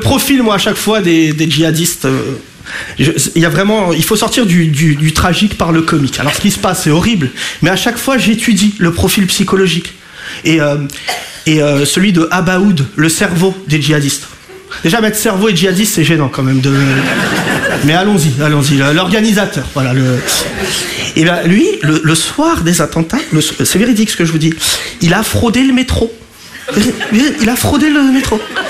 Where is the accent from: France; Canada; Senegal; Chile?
France; Je préfère qu'on en parle et je suis français. Oui, oui, je suis français, pas de malentendu.